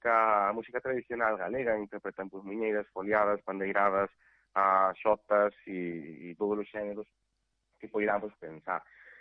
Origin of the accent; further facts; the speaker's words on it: Carballo, Galicia, Spain; eu son daqui de, pues son de Carballo, e por iso además tamén fai moitísima ilusión dirixir … aquí en Carballo temos unha tradición moi grande de música tradicional galega